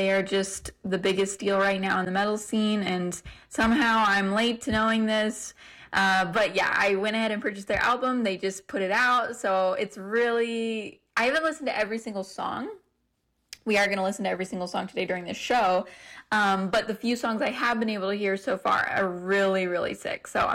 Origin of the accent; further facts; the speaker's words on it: New Mexico, United States; I grew up in New Mexico, so I'm excited to play this band for you.